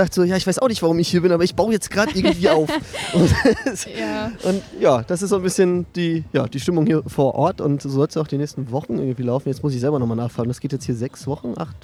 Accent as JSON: {"language": "German", "town": "Rostock", "region": "Mecklenburg-Vorpommern", "country": "Germany", "said": "ich komme aus Lichtenhagen"}